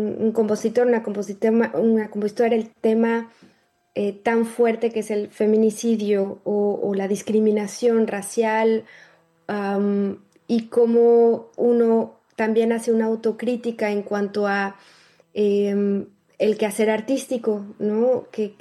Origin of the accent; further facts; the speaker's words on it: Mexico; moved away as an adult; yo siento que como artista, ok, me tuve que salir de México para buscar a realizar un posgrado